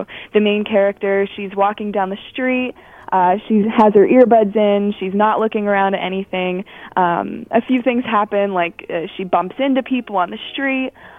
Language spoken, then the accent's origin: English; Bridgeville, Pennsylvania, United States